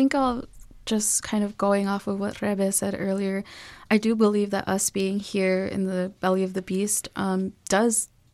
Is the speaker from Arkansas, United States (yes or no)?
no; Chicago, Illinois, United States; Like, it wasn't, even though I grew up in Southside Chicago, around majority Mexican, love, shout out my Mexican friends, I love y'all.